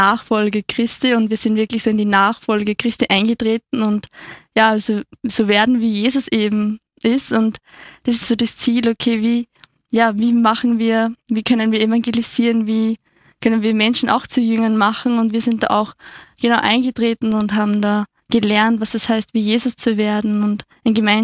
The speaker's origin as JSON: {"language": "German", "town": "Oberndorf", "region": "Lower Austria", "country": "Austria", "said": "bin 21, komme aus Niederösterreich, aus, genau gesagt, aus Oberndorf."}